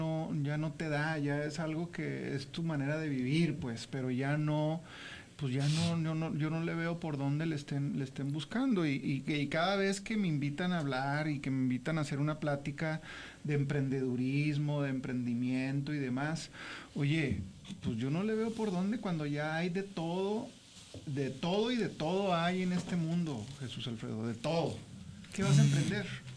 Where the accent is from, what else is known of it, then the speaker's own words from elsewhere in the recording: Mexico; nosotros como mexicanos.